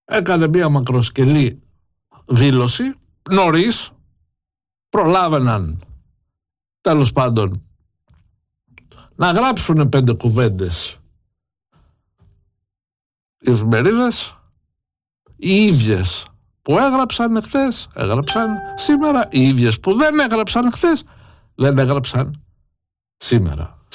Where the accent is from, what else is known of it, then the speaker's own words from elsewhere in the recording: Greece; και εμείς ως Έλληνες